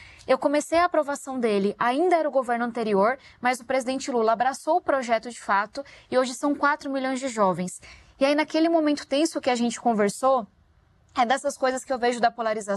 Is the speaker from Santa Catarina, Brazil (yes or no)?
no; São Paulo, Brazil; Eu nasci e criada em São Paulo.